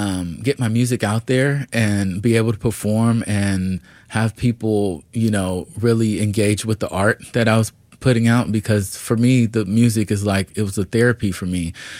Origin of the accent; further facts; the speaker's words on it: Atlanta, Georgia, United States; moved away; I'm from Atlanta, right?